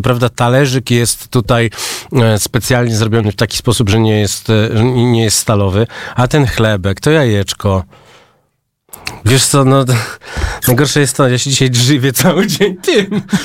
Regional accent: Lubin, Lower Silesian Voivodeship, Poland; na Dolnym Śląsku w Lubinie, z którego pochodzę

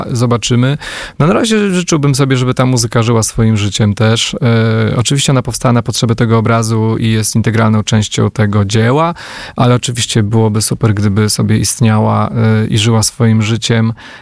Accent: Warsaw, Masovian Voivodeship, Poland; pochodzę z Warszawy

